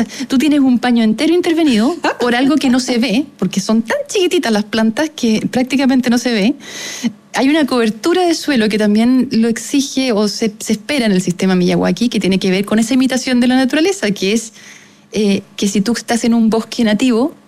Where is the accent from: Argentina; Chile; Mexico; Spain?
Chile; Pirque, Santiago Metropolitan Region; crecí en Pirque, en los cerros